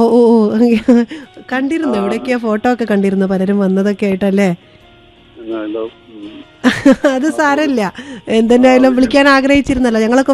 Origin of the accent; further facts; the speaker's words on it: Pulikkal, Kerala, India; പുളിക്കലാണ്. ഞാന് പുളിക്കലെന്ന് പറയുമ്പോ ആദ്യം എല്ലാരും ചോദിക്കുന്നത് വിയൻകുട്ടി മാഷിന്റെ നാട്ടിൽ എന്നാണ് പറയാറ്. ഞങ്ങളുടെ നാടിന്റെ ഒരു ഐഡന്റിറ്റിയാണ്.